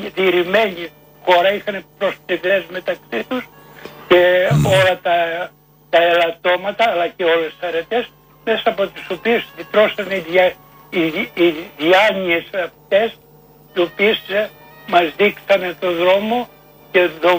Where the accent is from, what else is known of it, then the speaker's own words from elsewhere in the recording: Greece; moved away as an adult; εγώ λείπω από την Ελλάδα από 20 χρονών, 29 που έφυγα, και όσο απομακραίνω τόσο πιο πολύ την αγαπώ.